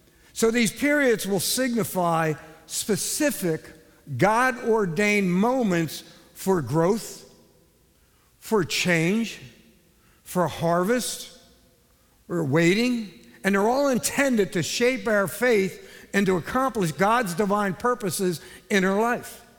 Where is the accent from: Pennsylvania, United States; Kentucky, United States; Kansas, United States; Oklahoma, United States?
Pennsylvania, United States; Gettysburg; now in Louisiana, United States; I'm a Yankee. I'm a Civil War actor from Gettysburg, PA. I'm a Yankee, okay? I'm from Pennsylvania.